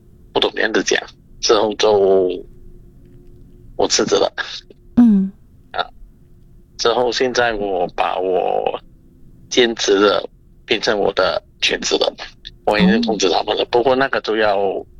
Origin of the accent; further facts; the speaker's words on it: Singapore; 我们新加坡人